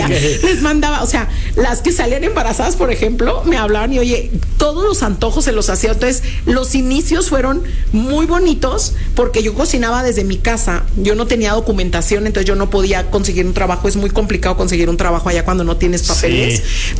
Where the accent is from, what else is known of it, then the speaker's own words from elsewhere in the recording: Guadalajara, Jalisco, Mexico; moved away as an adult; now in Barcelona, Spain; yo soy de Guadalajara